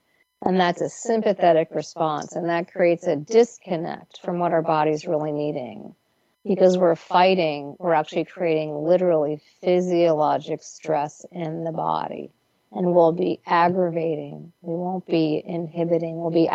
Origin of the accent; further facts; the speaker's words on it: New York, United States; I'm a New Yorker